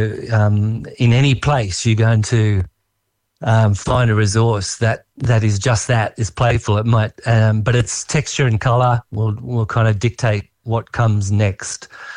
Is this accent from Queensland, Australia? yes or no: no; Wagga Wagga, New South Wales, Australia; I was born and raised in Wagga, so not too far away. So it's a return return to a homeland in some ways.